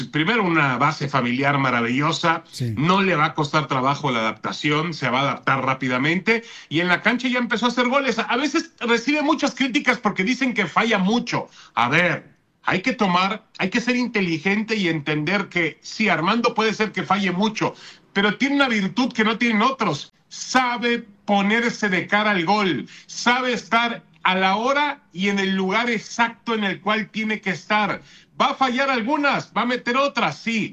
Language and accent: Spanish; Newport Beach, California, United States; En Santana es Newport Beach, ¿no, va? No, porque no, yo ahí vivía. Yo soy nativo de ahí. Newport Beach.